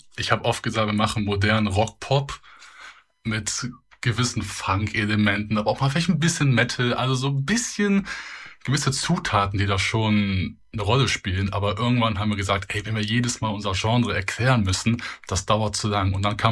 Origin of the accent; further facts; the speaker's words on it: Brüggen, North Rhine-Westphalia, Germany; Also ich komme ja eigentlich aus Brüggen, um genau zu sein.